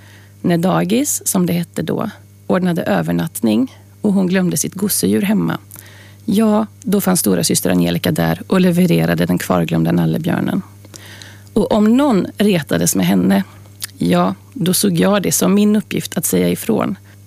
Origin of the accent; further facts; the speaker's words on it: Trollhättan, Västra Götaland County, Sweden; also born or lived in Vänersborg; När jag föddes bodde vi på Slottevägen på Kronogården. Mamma, pappa, jag och min storebror. Och som många andra i Trollhättan på den tiden jobbade båda mina föräldrar på linan på Saab.